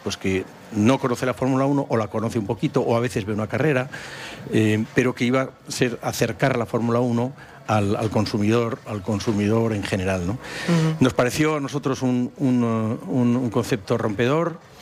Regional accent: San Sebastián, Basque Country, Spain; now in Madrid, Spain; Yo soy de San Sebastián.

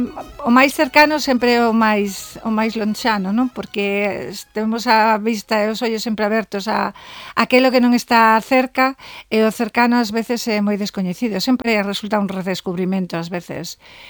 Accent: A Coruña, Galicia, Spain; now in Santiago de Compostela, Spain; Na cidade de Herculina, que tamén me dicen que xa non son de Coruña, que como traballo en Compostela, pois non son coruñesa

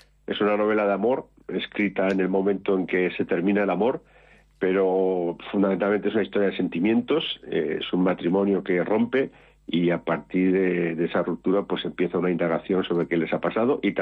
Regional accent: Barbastro, Aragon, Spain; born there; now in Madrid, Spain; sobre todo y específicamente Barbastro. Es decir, yo me siento muy aragonés

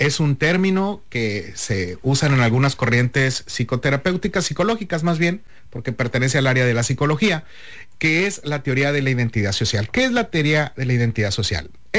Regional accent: Mexico

